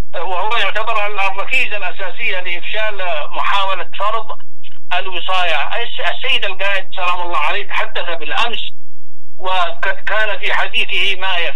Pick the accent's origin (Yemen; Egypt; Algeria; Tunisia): Yemen; نحن أبناء اليمن الميمون